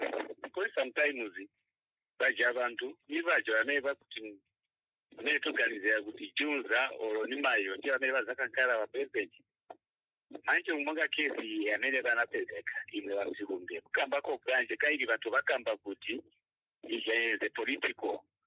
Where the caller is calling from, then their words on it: Monze, Southern Province, Zambia; You are talking to … here in Monze, Southern Province.